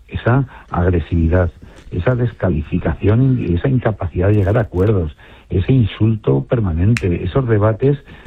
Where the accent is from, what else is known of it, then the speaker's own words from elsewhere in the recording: Spain; Y yo creo que los españoles somos generosos.